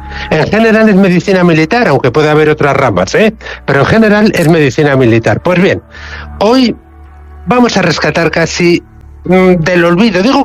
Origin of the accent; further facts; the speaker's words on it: Spain; somos españoles y los españoles tratamos así a nuestros próceres